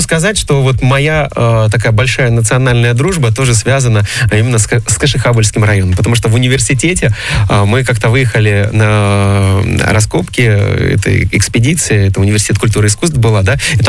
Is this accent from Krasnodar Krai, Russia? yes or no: yes; Krasnodar Krai, Russia; now in Krasnodar, Russia; я как сам выходец из черноморской станицы